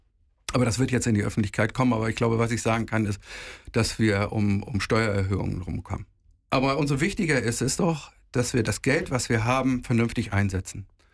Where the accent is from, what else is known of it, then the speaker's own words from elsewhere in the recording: Heide, Schleswig-Holstein, Germany; ich bin in Heide geboren, hier zur Schule gegangen, Kindergarten und so weiter, Lehre.